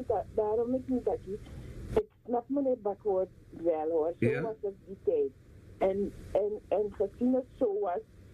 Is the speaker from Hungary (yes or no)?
no; Nigeria; Dutch is a second language; ik kom van Nigeria toch, dat je verenigingen.